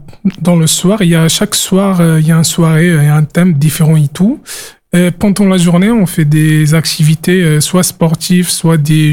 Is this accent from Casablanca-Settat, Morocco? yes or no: yes; Casablanca, Casablanca-Settat, Morocco; French is a second language; moved away as an adult; now in France; je viens du Maroc.